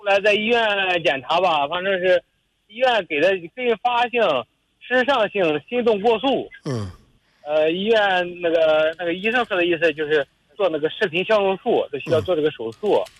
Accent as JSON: {"language": "Chinese", "town": "Rizhao", "region": "Shandong", "country": "China", "said": "山东日照。"}